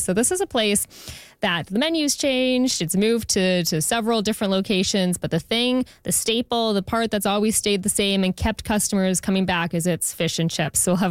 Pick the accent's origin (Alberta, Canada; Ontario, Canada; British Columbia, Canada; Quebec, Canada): Alberta, Canada; Medicine Hat; But see, I'm originally from Medicine Hat, so we had the Stampede there every summer.